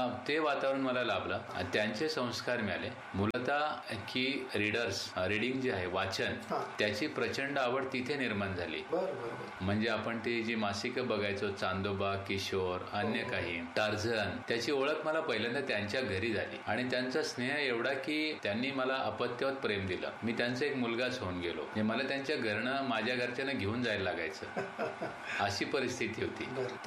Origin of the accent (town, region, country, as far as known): Kasar Pimpalgaon, Maharashtra, India; born or raised there; also born or lived in Varur Shevgaon / Ahmednagar